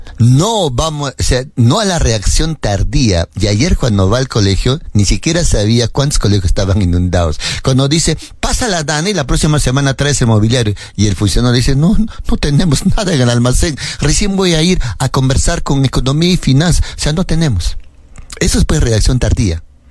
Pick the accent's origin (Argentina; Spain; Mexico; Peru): Peru; amigos peruanos, lo que va a acontecer en nuestro país.